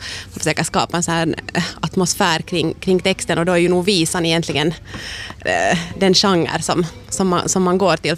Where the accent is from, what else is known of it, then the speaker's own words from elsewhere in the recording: Porvoo, Uusimaa, Finland; Jag kommer från Borgå då. Och varit aktiv med visor alltså ända sedan kanske 15-20 års ålder när jag började spela där i trakten.